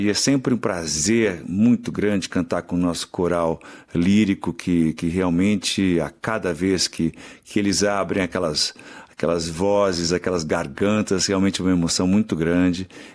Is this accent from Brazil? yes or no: yes; Ribeirão Pires, São Paulo, Brazil; moved away as an adult; also born or lived in Poland; Eu nasci em São Paulo, fui criado em Ribeirão Pires